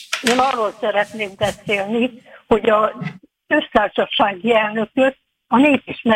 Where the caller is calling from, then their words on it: Hungary; most nem szégyellem azt, hogy magyar vagyok